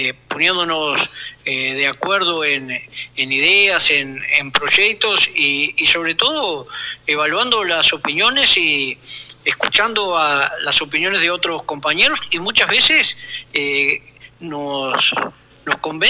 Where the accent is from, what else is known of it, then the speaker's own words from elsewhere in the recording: Treinta y Tres, Uruguay; así como a nivel país somos todos uruguayos, también somos todos 33inos